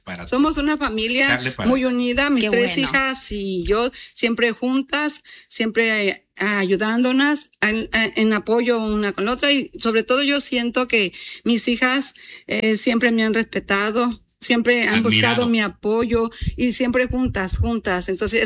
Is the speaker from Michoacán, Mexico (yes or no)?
yes; Michoacán, Mexico; moved away; also born or lived in Sinaloa / Mexico City; Yo inicio mi historia en la Ciudad de México, porque ahí de Michoacán llegamos a Sinaloa y de Sinaloa a la Ciudad de México.